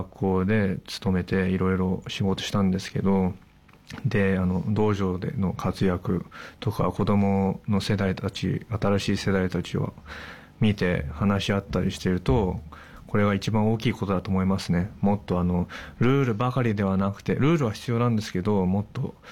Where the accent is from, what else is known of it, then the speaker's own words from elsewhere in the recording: Australia; ああこの先生は日本人でオーストラリアで生まれ育ったからって